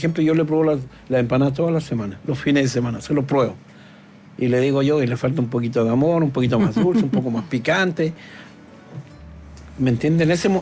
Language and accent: Spanish; Chile; Bueno, somos los chilenos.